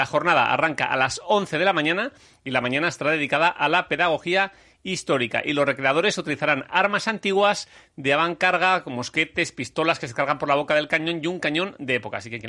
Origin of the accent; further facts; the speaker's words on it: Vitoria-Gasteiz, Basque Country, Spain; born there; pero nací en Vitoria.